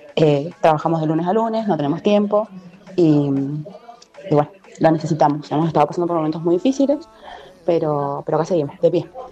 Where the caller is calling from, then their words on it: Las Heras, Mendoza, Argentina; de Las Heras.